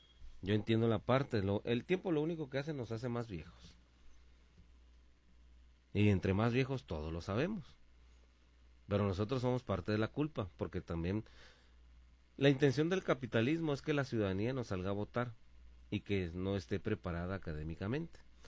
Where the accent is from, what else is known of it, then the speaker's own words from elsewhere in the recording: Mexico; así somos los mexicanos, ¿eh? Fronterizos, centro de la ciudad y sureños